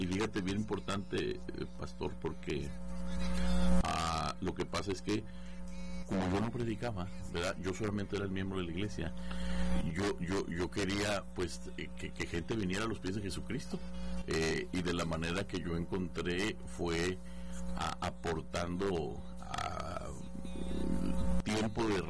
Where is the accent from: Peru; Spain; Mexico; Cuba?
Mexico; Guadalajara, Jalisco; pero sí, soy de Guadalajara.